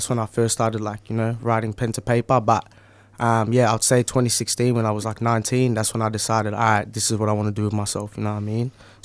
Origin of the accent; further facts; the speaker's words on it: Melbourne, Victoria, Australia; I'm from Melbourne Southeast